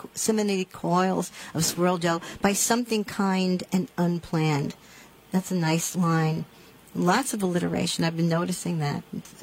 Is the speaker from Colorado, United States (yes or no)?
no; New York City, New York, United States; born there; I was born in Woodhaven, Queens